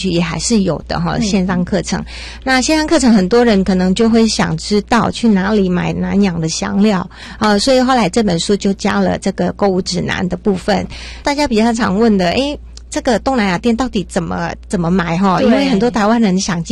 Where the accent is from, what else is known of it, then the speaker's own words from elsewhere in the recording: Indonesia; now in Taiwan; 在印尼也都这样吃花生长大的